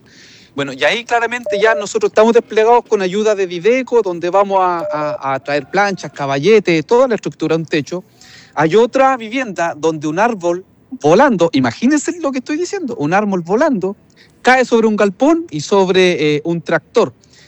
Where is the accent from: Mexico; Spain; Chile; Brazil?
Chile; como vecino, como chileno común y corriente